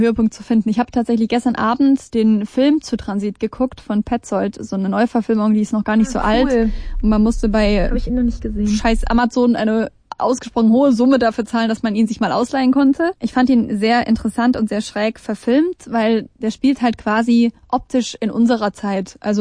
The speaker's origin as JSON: {"language": "German", "country": "Germany", "said": "dass mich Bürokratie als Deutsche, wo man eigentlich dran gewöhnt sein müsste, unfassbar stört"}